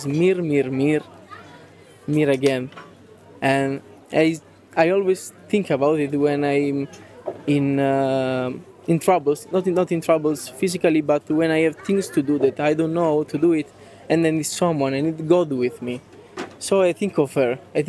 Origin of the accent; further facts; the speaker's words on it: Italy; I'm from Italy.